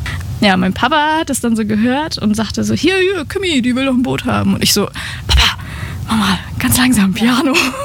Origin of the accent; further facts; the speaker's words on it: Buxtehude, Lower Saxony, Germany; born there; Und ich habe ja eben schon erzählt, ich komme gebürtig aus Buxtehude.